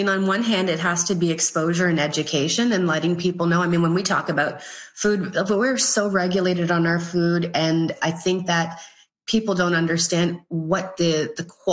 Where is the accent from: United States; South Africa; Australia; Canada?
Canada; it's just because we're Canadian and we just kind of sit back